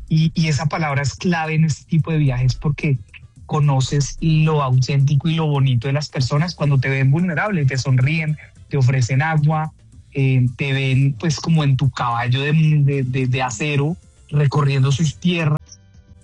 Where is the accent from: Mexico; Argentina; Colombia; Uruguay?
Colombia; moved away; Yo quiero mucho a mi país y poderles dar esa emoción a las personas y contarles como si desde Colombia vine acá